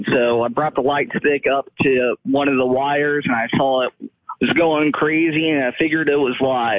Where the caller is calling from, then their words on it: Lincoln, Nebraska, United States; Lincoln, Nebraska.